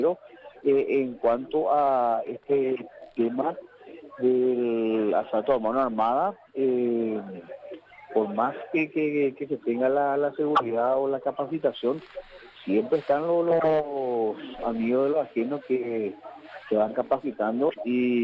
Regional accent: Paraguay; soy muy de verano, soy muy paraguayo.

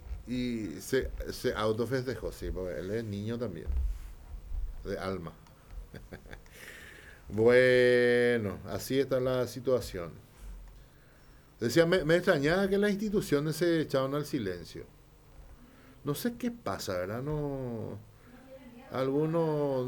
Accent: Paraguay; esta fecha en particular que nos caracteriza como paraguayos.

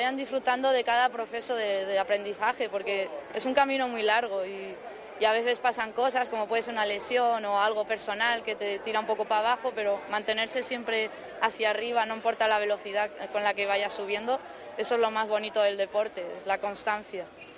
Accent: Spain; somos de España, somos tres, Carla, Enerich y yo

